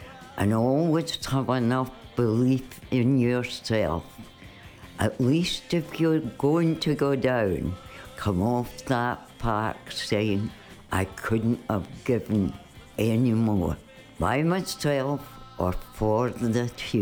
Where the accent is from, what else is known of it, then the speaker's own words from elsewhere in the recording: Scotland, United Kingdom; the pride of being a Scot.